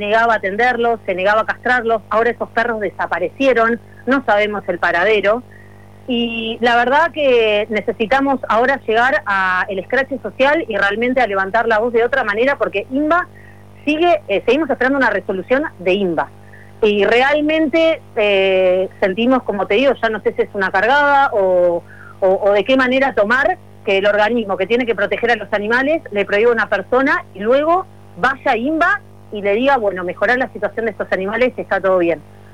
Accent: Argentina; moved away as an adult; now in Ocean Park, Uruguay; sí, exacto, yo soy de Argentina.

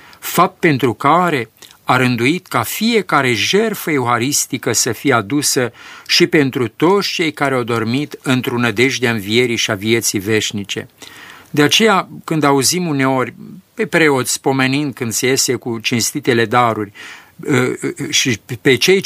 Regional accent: Maramureș County, Romania; moved away; la mine în sat, de unde sunt eu din Maramureș

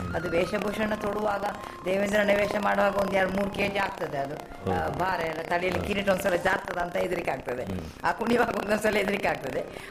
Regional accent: Mangaluru, Karnataka, India; ನಮ್ಮ ಊರಲ್ಲಿ ಈ ಬೋಳೂರಲ್ಲಿ

